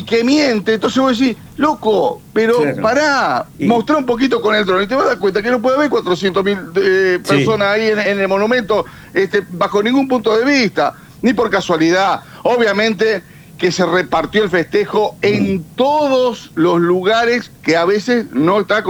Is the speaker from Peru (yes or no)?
no; Rosario, Santa Fe, Argentina; Yo soy un rosarino raro.